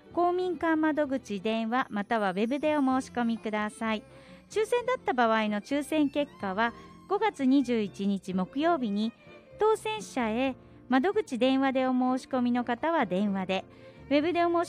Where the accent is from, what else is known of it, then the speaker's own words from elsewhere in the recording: Nagasaki, Japan; moved away; ぜひ長崎行ってください。私の実家でございますから